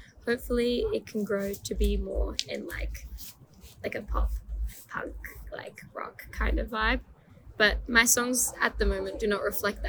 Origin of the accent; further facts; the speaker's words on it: Iran; English is a second language; now in Australia; I moved here in 2013. I didn't know how to speak English. I'm originally from Iran. And so I learned English with music.